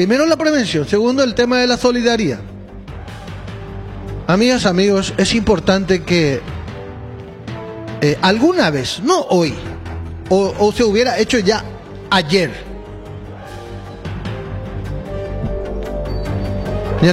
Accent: Paraguay; nosotros como paraguayos tenemos una cultura muy arraigada y muy reconocida internacionalmente

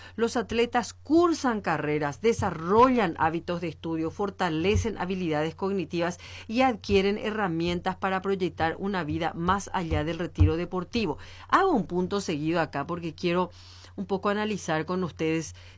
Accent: Paraguay; nosotros como paraguayos

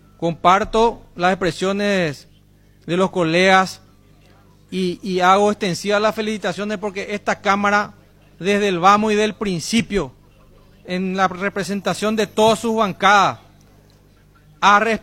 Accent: Paraguay; Nosotros como paraguayos

